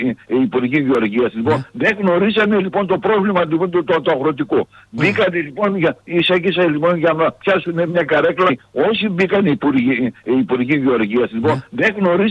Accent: Zervochori, Central Macedonia, Greece; Το χωριό της Άουσας είμαι.

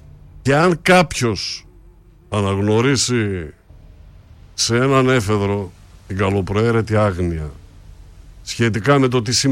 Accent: Greece; είμαι Έλληνας και δεν ξεχνώ την Κύπρο.

